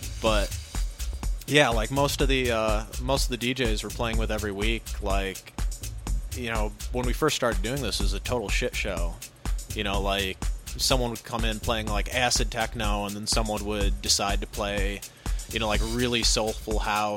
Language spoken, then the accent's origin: English; Pontiac, Michigan, United States; I'm a DJ from Pontiac.